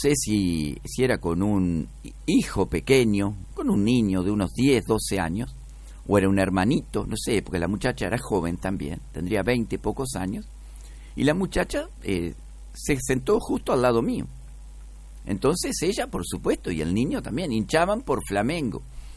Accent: Uruguay; Nosotros como uruguayos, por apoyar al compatriota, hinchábamos también por Cruzeiro.

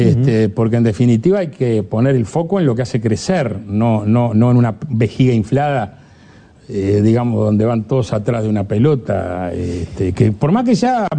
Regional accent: Uruguay; Nosotros somos orientales argentinos.

